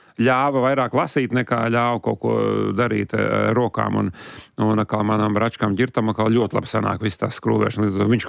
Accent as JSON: {"language": "Latvian", "town": "Baltezers", "region": "Ādaži Municipality", "country": "Latvia", "tie": "born or raised there", "said": "Nē, es esmu no Baltezeres. Viss dzīves Baltezerā, jūties tā kā ne šur, ne tur."}